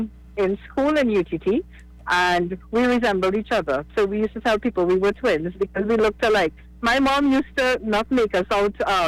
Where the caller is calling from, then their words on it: Marabella, San Fernando, Trinidad & Tobago; I am calling from Taruba in Marabella.